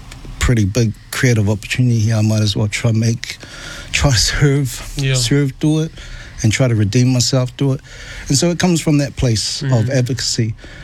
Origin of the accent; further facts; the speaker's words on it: Samoa; And I'm from Savai'i